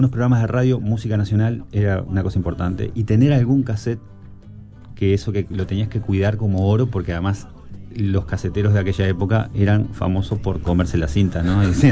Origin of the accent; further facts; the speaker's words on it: La Paz, Canelones, Uruguay; amigos que tocábamos en La Paz, de donde soy originalmente